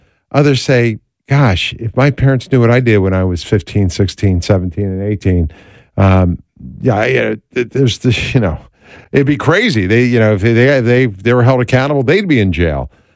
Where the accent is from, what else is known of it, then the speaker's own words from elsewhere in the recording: East Coast, United States; accent: East Coast; Nick and I were just talking about my East Coast accent occasionally coming out.